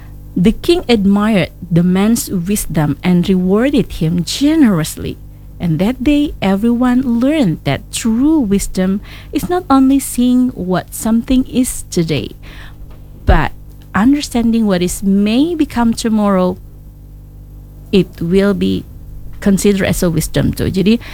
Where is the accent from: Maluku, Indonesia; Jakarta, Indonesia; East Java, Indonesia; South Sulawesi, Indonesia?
South Sulawesi, Indonesia; kalau kita orang Bugis bilang letuk memeni napa cukaki lo gitu, kalau bahasa Bugisnya kayak gitu.